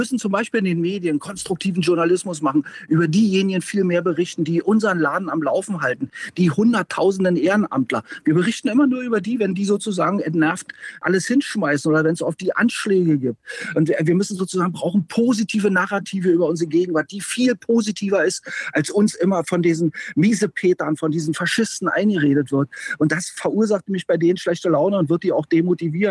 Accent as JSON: {"language": "German", "region": "Berlin", "country": "Germany", "said": "ich bin Ostdeutscher, ja, ich bin Ostberliner. Man hört mir das vielleicht sogar auch an, obwohl ich übrigens seit 16 Jahren einen Zweitwohnsitz in Oberfranken habe."}